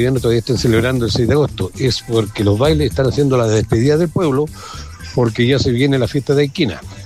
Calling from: Calama, Antofagasta, Chile; por aquí reportando sintonía desde Calama

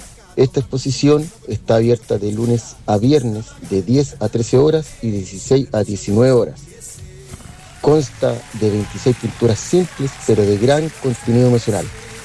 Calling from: Antofagasta, Chile; soy artista visual de Antofagasta

